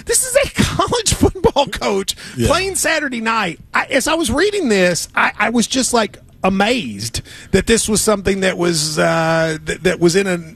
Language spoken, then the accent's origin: English; Appalachia, United States; I'm a mountainer. I'm Appalachian.